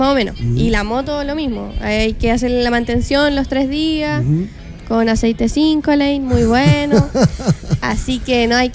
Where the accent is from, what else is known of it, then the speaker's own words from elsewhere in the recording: Copiapó, Atacama, Chile; soy de Copiapó